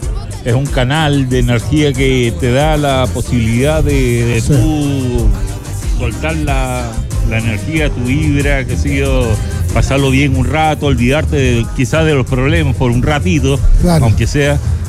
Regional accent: Panama; now in Chile; Yo soy chileno, pero crecí en Panamá.

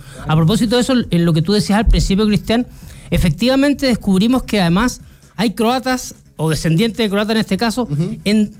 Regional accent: Punta Arenas, Magallanes and Chilean Antarctica, Chile; now in Santiago, Chile; Pablo fue compañero mío del colegio en Punta Arenas.

